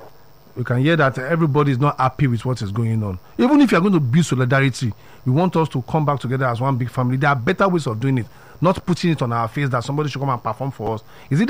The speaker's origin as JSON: {"language": "English", "country": "Nigeria"}